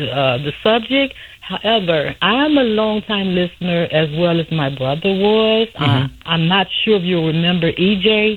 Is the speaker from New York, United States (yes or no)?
no; Chicago, Illinois, United States; we were raised in the Robert Taylor home in the projects.